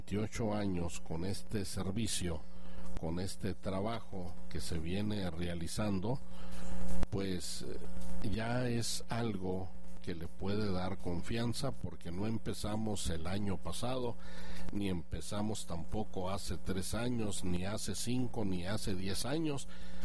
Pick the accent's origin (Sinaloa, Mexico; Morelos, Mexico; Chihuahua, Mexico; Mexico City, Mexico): Chihuahua, Mexico; Comencé evangelizando en mi ciudad natal, que es Chihuahua